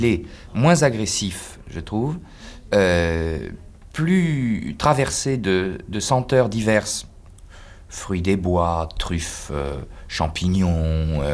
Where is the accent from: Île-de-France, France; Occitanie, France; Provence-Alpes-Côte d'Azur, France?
Île-de-France, France; Paris; je suis donc indirectement originaire du sud-ouest, puisque bon, mon père y est né, mais j'ai vécu toute mon enfance à Paris.